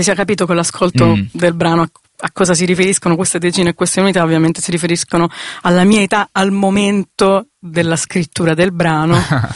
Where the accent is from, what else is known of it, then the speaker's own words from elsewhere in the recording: Pisticci, Basilicata, Italy; accent: Pisticcese dialect; nel mio dialetto, nel dialetto pisticcese.